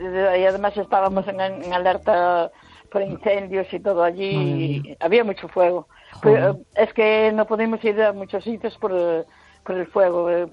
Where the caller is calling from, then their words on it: Galicia, Spain; Pues mi tierra gallega, de los Tamara.